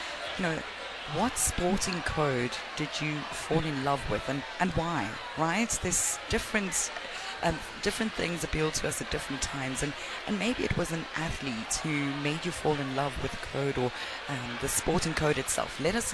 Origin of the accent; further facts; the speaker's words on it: South Africa; It's all about being proudly South African, all about your socio-economic activity in bringing lifestyle to the forefront, but making sure that we cement our culture in all that is exuberant to us as South Africans.